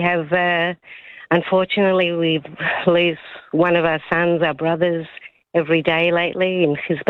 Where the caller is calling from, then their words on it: Tel Aviv, Tel Aviv District, Israel; Yes, I'm actually calling from Tel Aviv in Israel